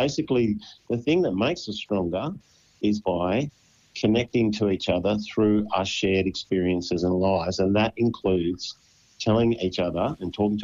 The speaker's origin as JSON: {"language": "English", "country": "Australia", "tie": "born or raised there"}